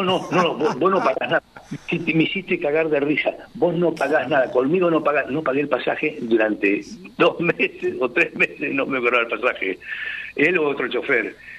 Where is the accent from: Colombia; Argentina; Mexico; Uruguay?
Argentina; Cañuelas, Buenos Aires Province; yo soy de Cañuelas